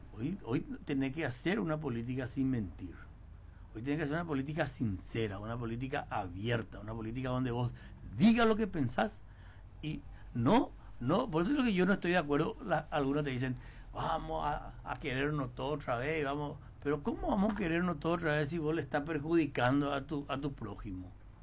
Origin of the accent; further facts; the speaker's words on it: Ciudad del Este, Alto Paraná, Paraguay; antes de Colorado soy paraguayo. Y después de paraguayo soy orgullosamente esteño.